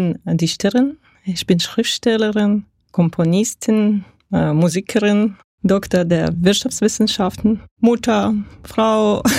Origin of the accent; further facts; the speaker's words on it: Dagestan, Russia; moved away as an adult; now in Germany; Ich bin tatsächlich in Dagestan geboren. Das ist eine schöne Republik, wo die Gebirge, Flüsse, Wüste, das Kaspische Meer, das alles zusammen eine sehr